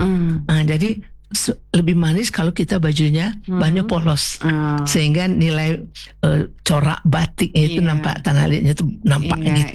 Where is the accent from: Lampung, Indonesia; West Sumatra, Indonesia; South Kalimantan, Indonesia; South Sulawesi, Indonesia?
West Sumatra, Indonesia; Kalau kita Minang gak pakai batik di bawah.